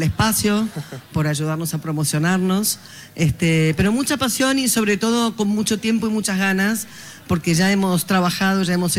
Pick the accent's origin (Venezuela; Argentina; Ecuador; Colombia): Argentina; accent: Argentine; moved away as an adult; now in Almería, Spain; habrás notado por mi acento que soy argentina